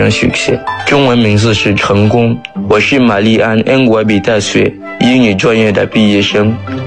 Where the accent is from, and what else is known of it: Republic of the Congo; Chinese is a second language